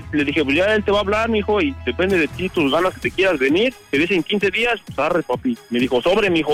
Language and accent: Spanish; Tultepec, State of Mexico, Mexico; De ahí, de Tultepec.